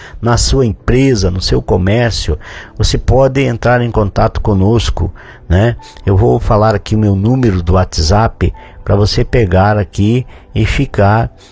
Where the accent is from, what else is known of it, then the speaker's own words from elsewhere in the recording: São Borja, Rio Grande do Sul, Brazil; accent: gaúcho; moved away; Eu já perdi o sotaque dos gaúchos aí, né? Já faz mais de 30 anos que estou fora do estado. Mas temos... É, sempre lembrando da nossa terrinha, do nosso lugar aí de São Borja